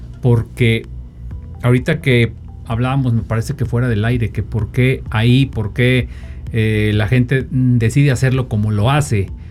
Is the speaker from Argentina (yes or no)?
no; Mexico; yo también como mexicano